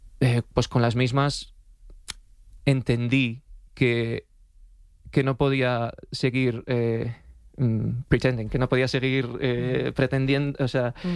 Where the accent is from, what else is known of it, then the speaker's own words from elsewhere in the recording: Alcalá de Henares, Community of Madrid, Spain; also born or lived in Sevilla; Yo soy de Alcalá de Henares, nací, ¿sí?, en Alcalá de Henares, ¿no?